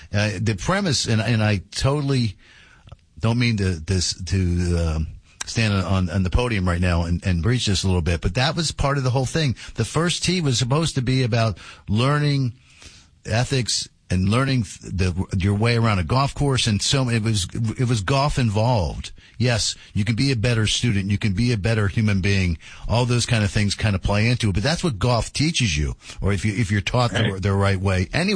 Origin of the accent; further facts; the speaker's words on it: Washington, District of Columbia, United States; My hometown is Washington, D.C., which has, so it's the city of Washington, which is not a state